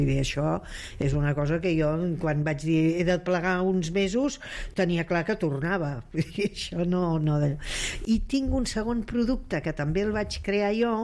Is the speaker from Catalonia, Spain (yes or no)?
yes; Catalonia, Spain; com a bona catalana